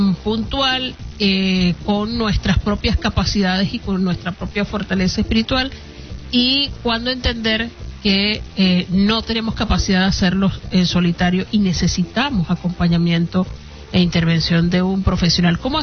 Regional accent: Venezuela; Como eso de los venezolanos somos alegres, los venezolanos somos resilientes, los venezolanos nos sobreponemos a todos

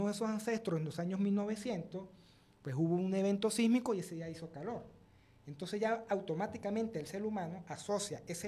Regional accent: Venezuela; Mis padres son extranjeros, pero yo prácticamente me siento más venezolano que cualquier otra persona, porque yo amo a mi país, yo amo mi tierra.

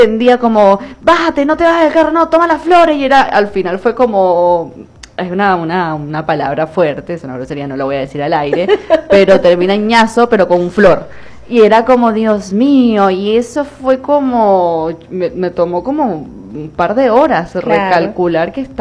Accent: Eastern Venezuela, Venezuela; moved away as an adult; now in Tierra del Fuego, Argentina; Imagínate un oriental con el calor que hace acá, viviendo en el fin del mundo con tanto frío.

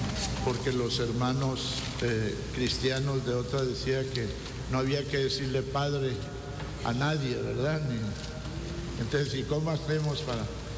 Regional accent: Teculután, Zacapa, Guatemala; born there; Yo recuerdo de niño ahí en Teculután

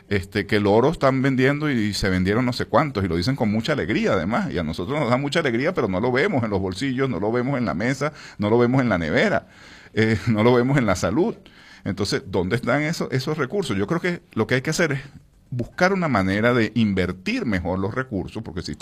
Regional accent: Paracotos, Miranda, Venezuela

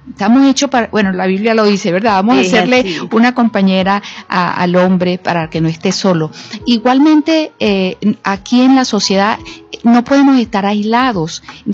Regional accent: Sanare, Lara, Venezuela; yo soy de Sanare, de un pueblo

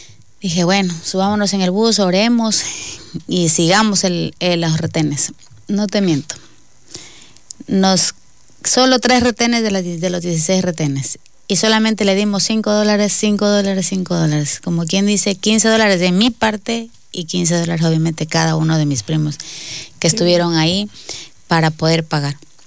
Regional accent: Ecuador; moved away as an adult; yo soy ecuatoriana

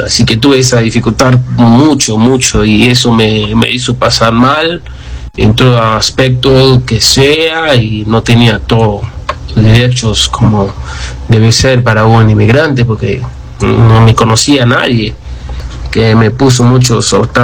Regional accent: Sierra Leone; Spanish is a second language; now in Argentina; soy de Sierra Leona. Llegué a Argentina hace 4 años ahora, desde 2022 que llegué.

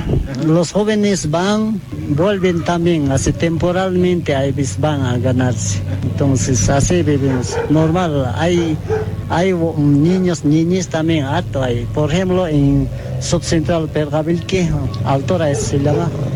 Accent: San Marcos, Cochabamba, Bolivia; Yo soy de San Marcos. San Marcos.

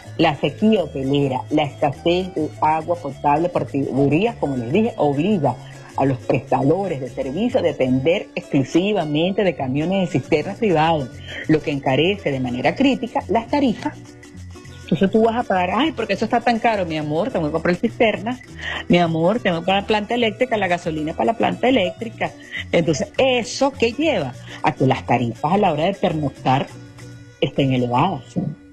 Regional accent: Venezuela; como yo soy un venezolano

